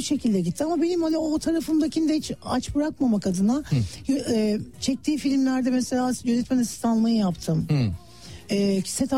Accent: Istanbul, Turkey; Benim çocukluğum Yeşilçam sokağında geçti.

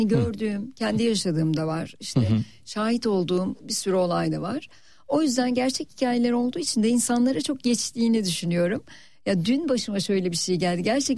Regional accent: Ankara, Turkey; Ankara Yeni Mahalle'de doğup büyüdüm. Şu an belediye binası olan binanın tam karşısındaki binada doğup büyüdüm ben.

